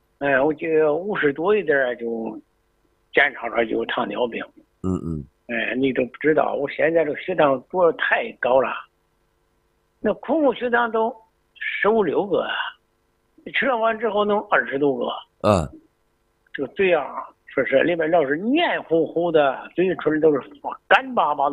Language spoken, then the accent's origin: Chinese; Handan, Hebei, China; 我是河北邯郸的，我老家吧，本来就是个农村的。